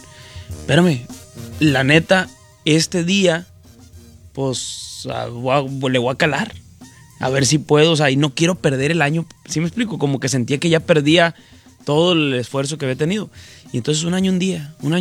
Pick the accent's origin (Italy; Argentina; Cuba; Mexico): Mexico